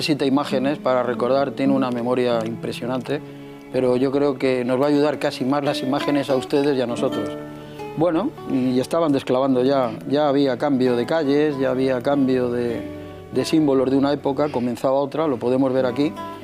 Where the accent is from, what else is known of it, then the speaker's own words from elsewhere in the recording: Madrid, Community of Madrid, Spain; luego ha sido notario de mi pueblo, que es Madrid.